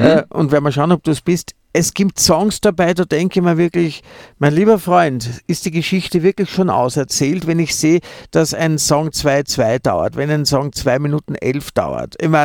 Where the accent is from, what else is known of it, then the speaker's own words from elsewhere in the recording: Vienna, Austria; Ich bin nämlich gebürtiger Wiener